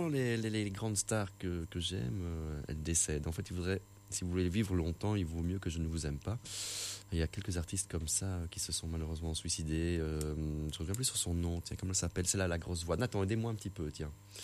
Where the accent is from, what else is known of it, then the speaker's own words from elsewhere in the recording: Brussels, Brussels-Capital Region, Belgium; moved away as an adult; now in Luxembourg Province, Belgium; je viens de Bruxelles. Moi, je suis nouveau dans la région.